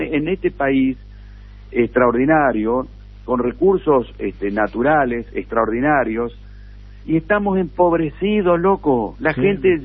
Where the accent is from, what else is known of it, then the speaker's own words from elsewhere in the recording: Argentina; yo como buen peronista, pero sobre todo como buen argentino